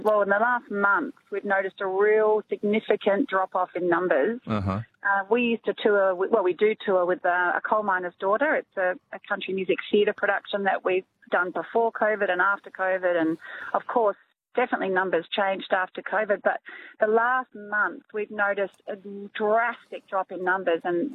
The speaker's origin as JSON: {"language": "English", "town": "Corny Point", "region": "South Australia", "country": "Australia", "said": "I'm from Corney Point in South Australia, but I'm sitting on the side of the road at Peak Hill."}